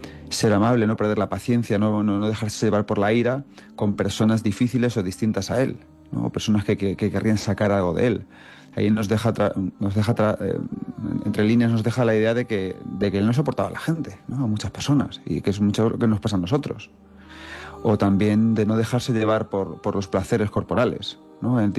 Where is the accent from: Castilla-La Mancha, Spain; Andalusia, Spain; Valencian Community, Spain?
Castilla-La Mancha, Spain; Manzanares; Yo siempre digo que es como cuando yo era pequeño y estaba en mi pueblo, ¿no? Yo soy un pueblo de Ciudad Real muy chiquitín, de Manzanares. Bueno, no tan chiquitín, somos 15, 18.000.